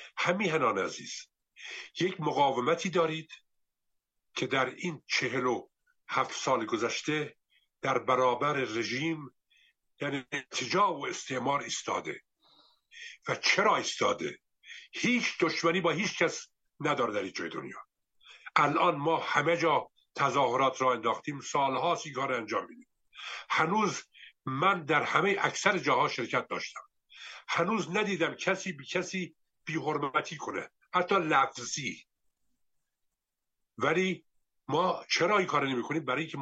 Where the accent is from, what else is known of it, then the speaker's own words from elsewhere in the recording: Iran; ما ایرانی ها غیرت داریم، شرف داریم